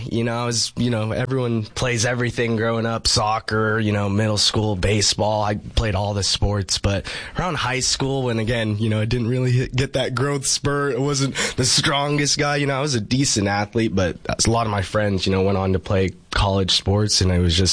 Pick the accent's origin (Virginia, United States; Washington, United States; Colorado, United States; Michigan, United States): Washington, United States; Spokane; born there; also born or lived in Beverly, Massachusetts / Salem, Massachusetts; now in Yuma, United States; But moved to Spokane, Washington when I was about 7 or 8. My family relocated out there and that's where I grew up, went to school and all that, but Massachusetts is definitely home